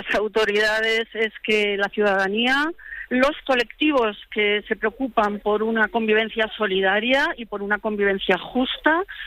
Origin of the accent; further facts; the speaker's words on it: Madrid, Community of Madrid, Spain; como madrileñas, como ciudadanas